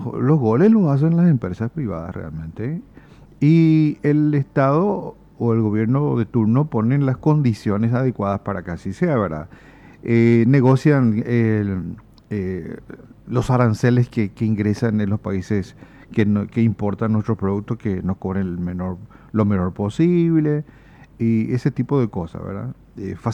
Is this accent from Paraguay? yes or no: yes; Paraguay; como nación, como paraguaya